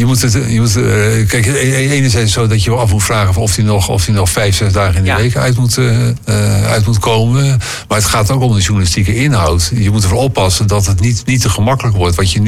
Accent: South Holland, Netherlands; Ik ben niet van Amsterdam. Ik kom natuurlijk uit Rotterdam omgeving. Dus ik ben wel heel erg Rotterdam fan.

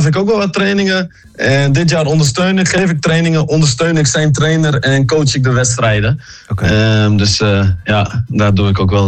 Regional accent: Groningen, Netherlands; ik ben een Groninger.

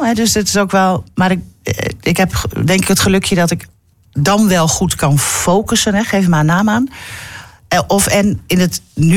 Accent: Groningen, Netherlands; also born or lived in Emmen; ik ben geboren in Emmen. Even heel kort door de bocht, vanaf mijn vijfde terug naar Groningen.

